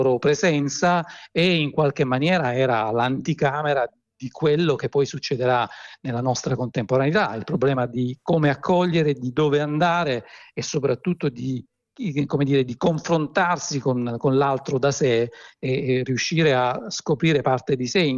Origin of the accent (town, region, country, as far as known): Southern Italy, Italy